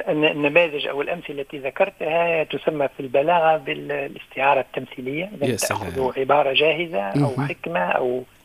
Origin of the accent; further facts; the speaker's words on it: southern Tunisia, Tunisia; هناك أيضا لفظة هي من أيضا مستعملة عندنا في الجنوب، هي الشكبان.